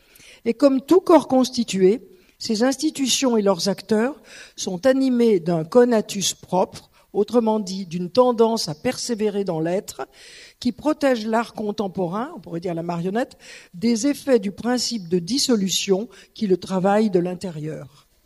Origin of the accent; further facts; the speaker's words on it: Lyon, Auvergne-Rhône-Alpes, France; moi, je suis lyonnaise